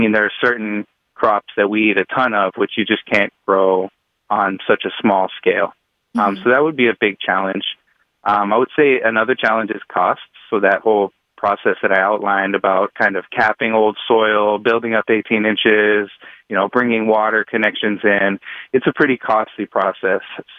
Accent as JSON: {"language": "English", "town": "Dorchester", "region": "Massachusetts", "country": "United States", "tie": "born or raised there", "said": "I grew up in Dorchester, and I certainly didn't think that I could become a farmer."}